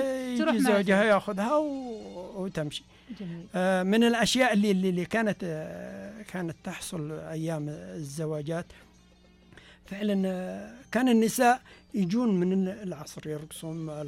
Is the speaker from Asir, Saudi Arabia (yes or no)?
yes; Dhahran Al Janub, Asir, Saudi Arabia; عندنا في التعليم في ظهران الجنوب